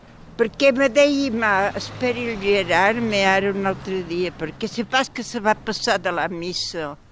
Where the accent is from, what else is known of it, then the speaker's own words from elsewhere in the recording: Py, Occitania, France; also born or lived in Ripollès, Catalonia, Spain; I quan vaig venir tenia 5 anys. I voilà, i sempre més a Pi, dins les muntanyes